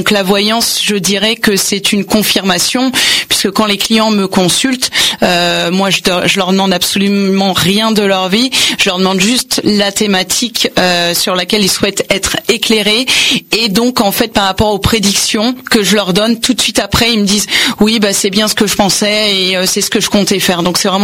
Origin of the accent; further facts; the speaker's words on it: Angers, Pays de la Loire, France; born there; also born or lived in Montreal, Canada; Oui, je suis né à Angers